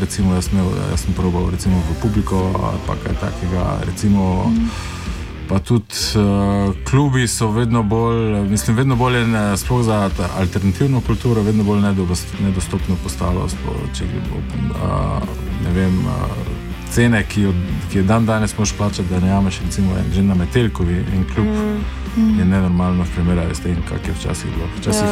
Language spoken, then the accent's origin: Slovenian; Maribor, Drava, Slovenia; ko smo iz Maribora